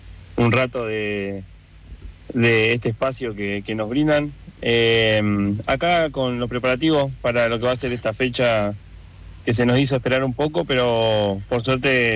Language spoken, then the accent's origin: Spanish; Buenos Aires Province, Argentina; yo soy de Buenos Aires, o sea, viajo siempre, no es que no viajo, viajo siempre, o sea, yo corro en ASME, pero vivo en Tigre, Buenos Aires